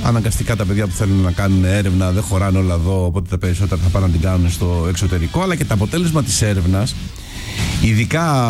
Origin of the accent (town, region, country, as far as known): Greece